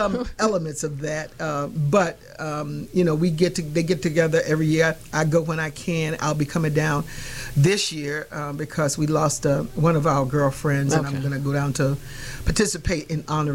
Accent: Winter Park, Florida, United States; moved away; I was raised in Winter Park, Florida.

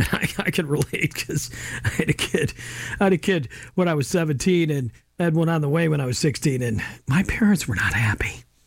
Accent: Rochester, United States; when I was a young man growing up in Rochester and hanging out on Nelson Street and listening to music with my buddies

